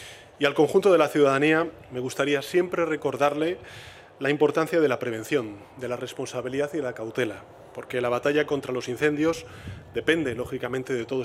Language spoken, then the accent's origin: Spanish; Spain